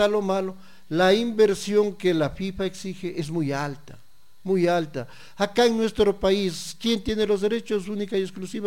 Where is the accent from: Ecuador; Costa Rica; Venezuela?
Ecuador; Y obviamente en la de nuestro país.